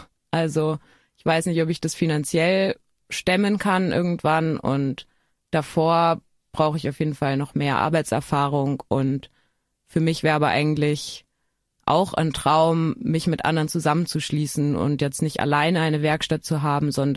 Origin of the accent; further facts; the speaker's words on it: Bavaria, Germany; ich komme ja eben aus Bayern und auf dem Dorf